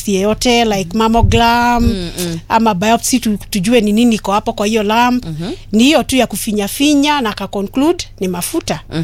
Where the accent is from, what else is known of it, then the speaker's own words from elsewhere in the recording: Githunguri, Kiambu County, Kenya; born there; mzariwa wa Kiambu, Githunguri, at a small village called Gateiguro, that is in Komothai location. Brought up in a family of 9.